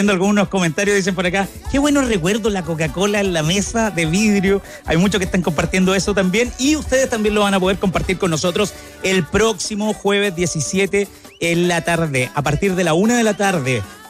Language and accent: Spanish; Rancagua, O'Higgins, Chile; yo me crié en un negocio en Rancagua, mis tías tenían negocio